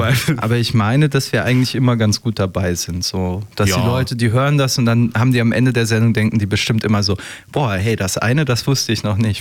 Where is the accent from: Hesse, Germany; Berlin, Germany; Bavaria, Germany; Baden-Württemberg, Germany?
Berlin, Germany; born there; Nee, ich bin ja gebürtiger Berliner auch, ne? Da lege ich Wert drauf.